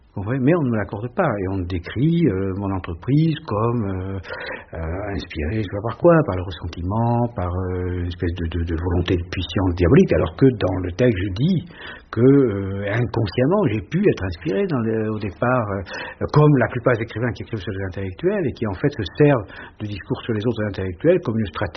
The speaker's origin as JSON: {"language": "French", "region": "Nouvelle-Aquitaine", "country": "France", "tie": "born or raised there"}